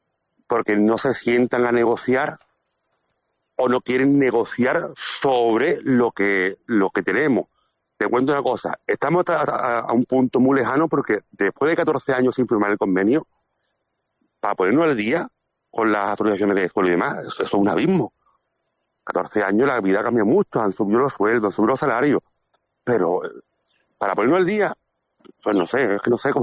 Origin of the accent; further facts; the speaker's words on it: Castellar de la Frontera, Andalusia, Spain; Lo bueno que tiene el Almoraima es que está en Castellá, somos de Castellá, estamos en una empresa pública y estamos aguantando un poco